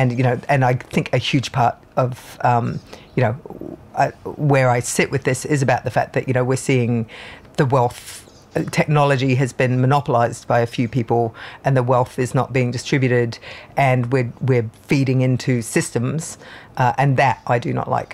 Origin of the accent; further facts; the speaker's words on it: Byron Bay, New South Wales, Australia; I'm from Byron Bay.